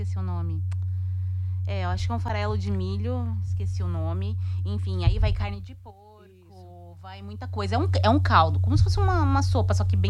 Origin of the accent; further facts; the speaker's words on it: São Paulo, Brazil; moved away; Eu sou de São Paulo, capital.